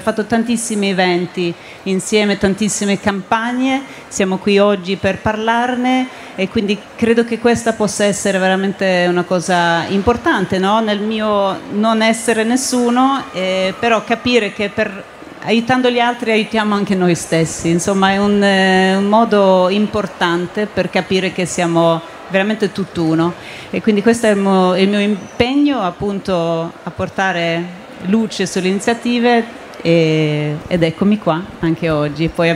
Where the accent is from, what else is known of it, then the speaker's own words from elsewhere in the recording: Sweden; moved away; Io appunto vengo dalla Svezia